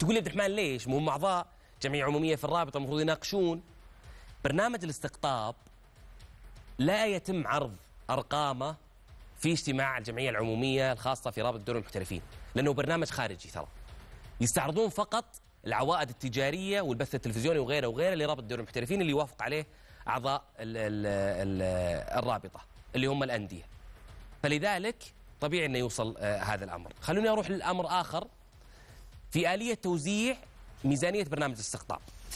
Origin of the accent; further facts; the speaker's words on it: Saudi Arabia; عندنا في المملكة العربية السعودية